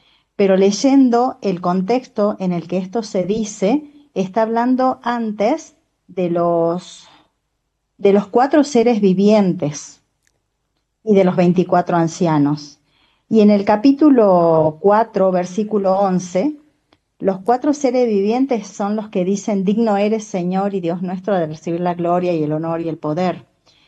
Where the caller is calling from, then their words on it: Argentina; Yo soy de Argentina